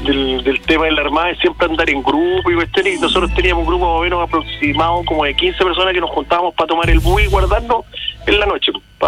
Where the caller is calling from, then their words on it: Talcahuano, Biobío, Chile; Estoy llamando de Talcahuano, Los Cerros